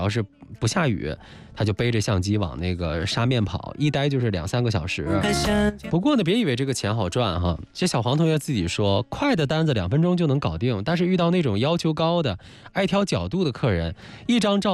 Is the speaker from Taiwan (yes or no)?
no; Dandong, Liaoning, China; moved away; 我老家丹东那个地方，丹东呢是边境，中朝边境，然后很多地方呢都是什么，都是禁区